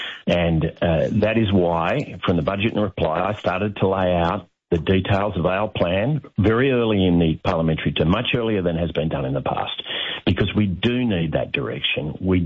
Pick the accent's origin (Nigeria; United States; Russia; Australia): Australia; New South Wales; I'm not from Victoria, obviously. I'm from New South Wales. But watching it from the north, I mean, it's extraordinary.